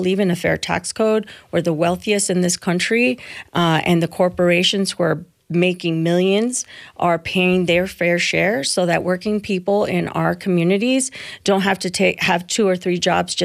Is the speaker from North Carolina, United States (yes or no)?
no; Arizona, United States; I put down roots in the same communities in which I grew up in Pinal County.